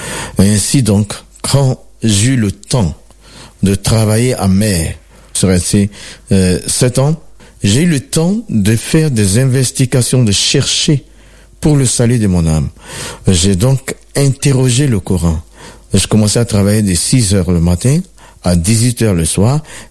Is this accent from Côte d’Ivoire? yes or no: yes; Côte d’Ivoire; je suis originaire de la Côte d'Ivoire.